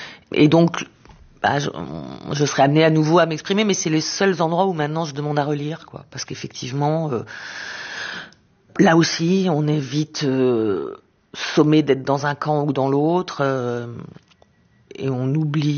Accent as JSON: {"language": "French", "country": "Israel", "tie": "born or raised there", "moved": "yes", "said": "Quand j'étais petite en Israël, on écoutait beaucoup"}